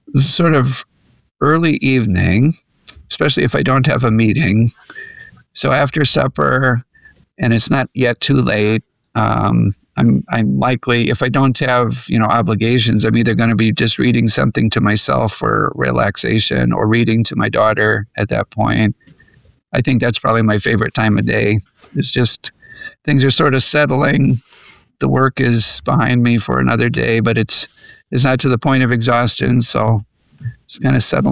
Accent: Elyria, Ohio, United States; also born or lived in Niagara Falls, United States / Australia; Well, my mom and dad were Lutheran school teachers to start with. And so we moved several times as in my growing up years. Started in Niagara Falls, New York, and then moved to the Elyria, Ohio area. But we ended up going from there to Australia.

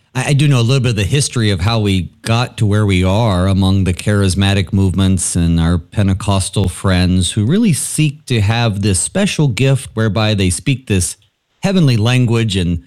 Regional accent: the South, United States; having grown up outside of the Lutheran church down south

